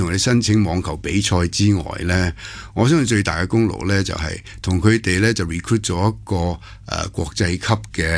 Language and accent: Cantonese; Hong Kong; 提高运动员喺我哋香港人嘅心目之中嘅地位先